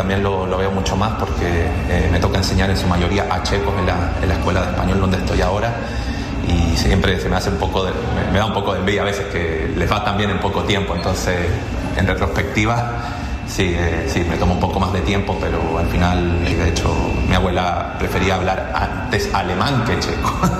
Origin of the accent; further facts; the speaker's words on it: Chile; first language Spanish; moved away as an adult; also born or lived in Vsetín / Prague; now in Brno, Czech Republic; yo a mis paisanos chilenos que solía ver en Praga en aquel entonces